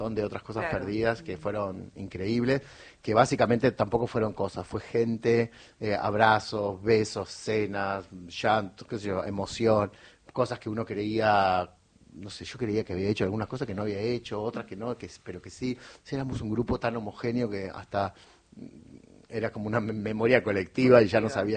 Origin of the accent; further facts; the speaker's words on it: Gálvez, Santa Fe, Argentina; Sí, básicamente soy de Gálvez, sí.